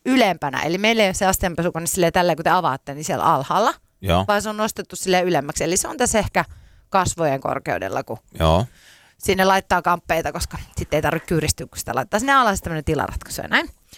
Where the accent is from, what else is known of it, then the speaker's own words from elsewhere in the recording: Hankasalmi, Central Finland, Finland; tuolla meillä päin Hankasalmella